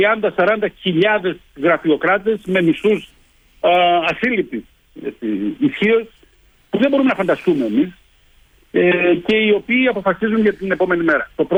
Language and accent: Greek; Veria, Central Macedonia, Greece; είμαι περήφανος για τον τόπο μου και την Βέρεια